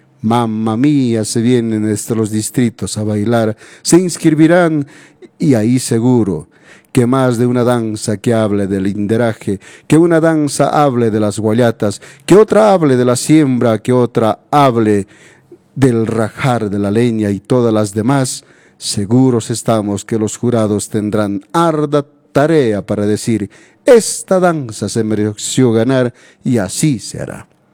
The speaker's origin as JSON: {"language": "Spanish", "town": "Calca", "region": "Cusco", "country": "Peru", "said": "Calca, nuestra tierra"}